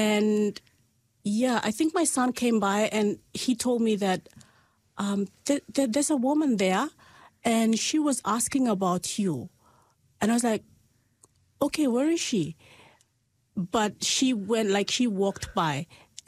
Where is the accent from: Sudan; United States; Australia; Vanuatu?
Vanuatu; "Are you from Vanuatu?" I'm like, "Yeah, I am," because I was wearing my island dress at that time. "I am from Vanuatu."